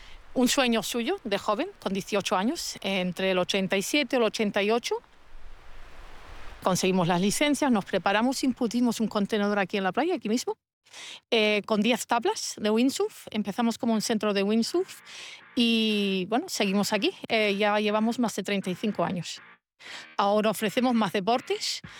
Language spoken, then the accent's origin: Spanish; Fuerteventura, Canary Islands, Spain; Nosotros nos criamos en Fuerteventura, nacidos entre el 68 y el 70, mi hermano y yo.